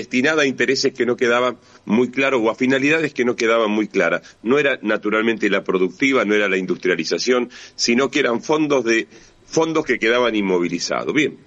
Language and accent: Spanish; Chacabuco, Buenos Aires Province, Argentina; Yo soy de Chacabuco, las extensiones son de 100, 200, 300 hectáreas, 700.000 hectáreas, me causó un impacto.